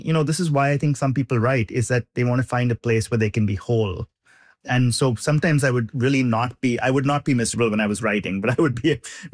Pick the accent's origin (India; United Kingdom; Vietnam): India; moved away as an adult; now in United States; I grew up in India. I moved to the US for college. I was writing about India.